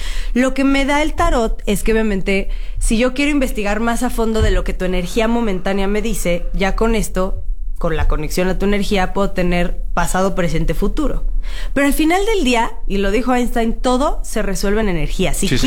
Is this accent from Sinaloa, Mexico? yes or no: no; Mexico City, Mexico; Perdón, una que es del norte, no es cierto, soy de la Roma.